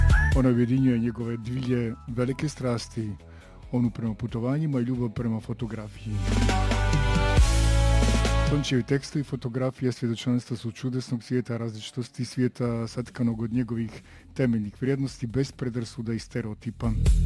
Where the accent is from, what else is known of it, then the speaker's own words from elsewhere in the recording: Netherlands; Odrastao sam u Nizozemskoj i pamtim obiteljska putovanja autom na relaciji Rotterdam-Pula.